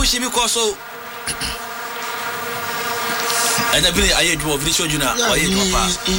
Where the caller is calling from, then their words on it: Dodua, Ghana; I'm calling from Dodua. Ghana will beat the team on Saturday.